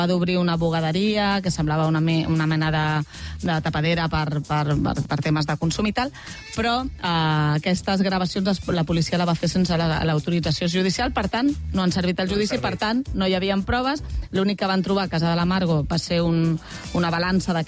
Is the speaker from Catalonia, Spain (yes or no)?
yes; Catalonia, Spain; Com som els catalans